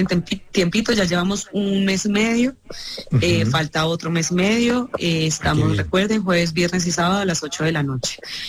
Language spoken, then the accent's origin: Spanish; Caribbean Region, Colombia; accent: costeño; Si me puede venir sábado, soy costeña. Lunes, martes, o sea, el resto de los días hablo sí. Ya más neutro.